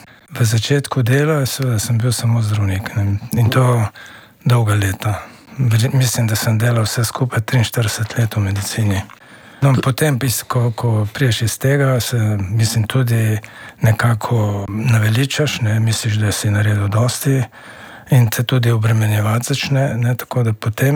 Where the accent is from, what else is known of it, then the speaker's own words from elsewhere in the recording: Hrastnik, Central Sava, Slovenia; moved away; no tako da smo mi iz Hrastnika potem se pobrali leta 1964.